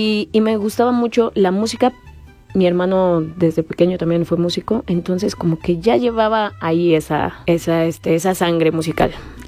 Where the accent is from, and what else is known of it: Hidalgo, Mexico